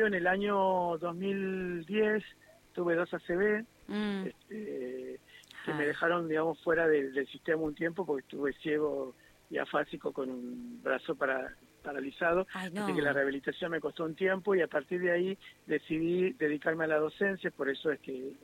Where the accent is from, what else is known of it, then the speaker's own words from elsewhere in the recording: Tucumán, Argentina; moved away as an adult; now in Buenos Aires, Argentina; Tucumano, sí.